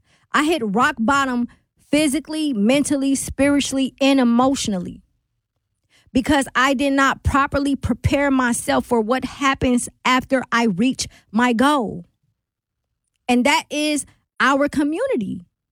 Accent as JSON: {"language": "English", "town": "Milwaukee", "region": "Wisconsin", "country": "United States", "tie": "born or raised there", "said": "I'm from the crib. I'm from Milwaukee, right? Milwaukee is fly, especially in the era that I grew up in. Born in the 80s, raised in the 90s"}